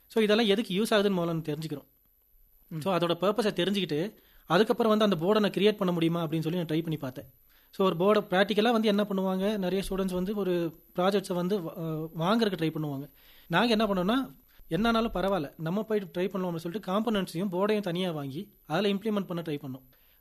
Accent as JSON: {"language": "Tamil", "town": "Solur", "region": "Tamil Nadu", "country": "India", "tie": "born there", "said": "நான் வந்து நீலகிரி மாவட்டம் உதகமண்டலம் சோலூர் கிராமம் அங்கே தான் பிறந்தேன்."}